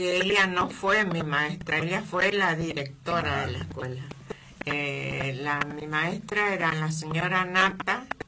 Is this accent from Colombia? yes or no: no; Gobernador Virasoro, Corrientes, Argentina; also born or lived in Posadas; somos de Virasoro. Nacimos acá. Chela es más joven que yo, pero yo nací en este Virasoro tan querido.